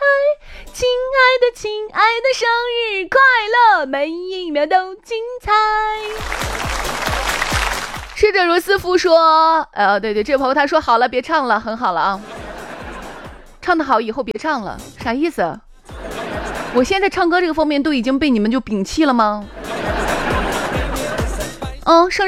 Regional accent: Xi'an, Shaanxi, China; 因为小的时候，我们家一直在长安，但是我在小寨这边学那个芭蕾。

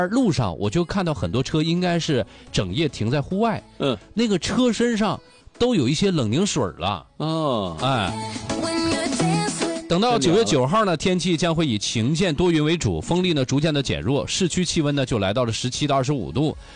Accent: Dunhua, Jilin, China; now in Dalian, China; 其实我的家乡敦化市就是吉林敖东制药厂的所在地。

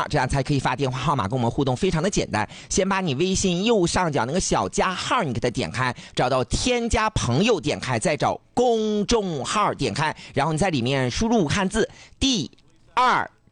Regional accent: Dalian, Liaoning, China; 因为你像咱们大连人

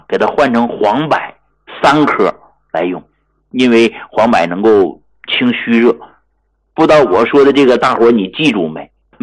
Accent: Hegang, Heilongjiang, China; moved away; 我是从农村出来的啊，我是来自黑龙江鹤岗这么一个偏远的一个小山村的那么个人，我从来就没忘记过我是一个农民，我是一个农民的儿子，我也是从农村走出来的

